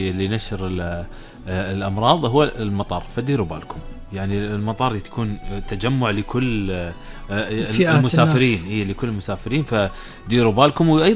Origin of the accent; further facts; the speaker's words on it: Kuwait; احنا عندنا في الكويت